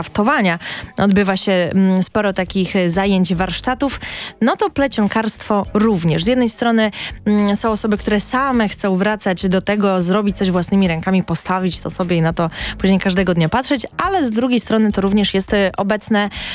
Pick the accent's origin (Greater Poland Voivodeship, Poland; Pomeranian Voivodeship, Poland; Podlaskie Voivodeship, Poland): Podlaskie Voivodeship, Poland; Ja uczyłam się nawet plecionkarstwa, będąc w przedszkolu, a jestem z Podlasia, także i tam ta kultura dotarła.